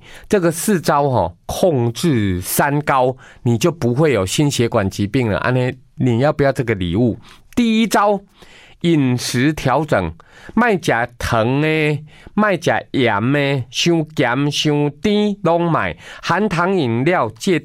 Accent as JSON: {"language": "Chinese", "country": "Taiwan", "said": "我们台湾人十大死因心脏病是第二名啊"}